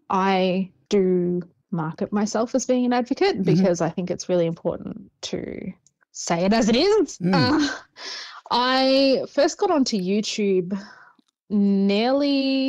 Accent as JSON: {"language": "English", "town": "Kyneton", "region": "Victoria", "country": "Australia", "tie": "born or raised there", "also_born_or_lived": "Mildura", "moved": "as an adult", "said": "my hometown of Kyneton, where I had grown up."}